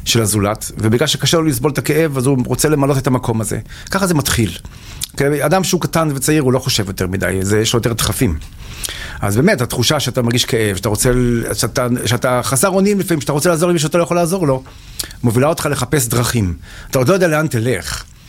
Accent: Kiryat Tivon, Northern District, Israel; born there; moved away as an adult; also born or lived in Midreshet Sde Boker; now in Safed, Israel; בגיל 8, באיפשהו, בסביבות משהו כזה, המקום שם זה משבר, עברנו צפונה. והמשכתי לגדול בתוך קיר הטבעון, שזה בדיוק הפוך, שם הכל ירוק, הכל טבע

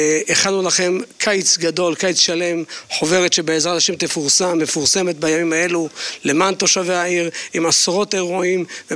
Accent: Rehovot, Central District, Israel; טוב, אני נולדתי בעיר הזאת, אבי ואימי נולדו בעיר הזאת

